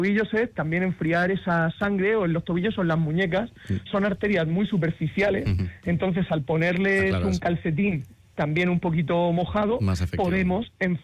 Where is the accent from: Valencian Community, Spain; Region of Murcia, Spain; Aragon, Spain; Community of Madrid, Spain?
Region of Murcia, Spain; Murcia; Pero claro, yo soy de Murcia, aquí la cosa es tremenda, ¿no?